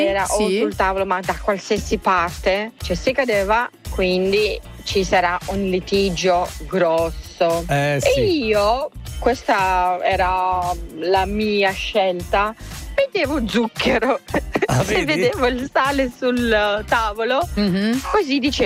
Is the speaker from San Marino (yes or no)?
no; Moldova; Italian is a second language; sono moldava.